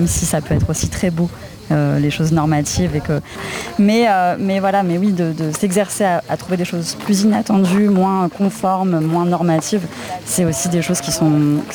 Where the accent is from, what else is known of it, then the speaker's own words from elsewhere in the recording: Paris, Île-de-France, France; Je suis parisienne. Je serai toujours parisienne.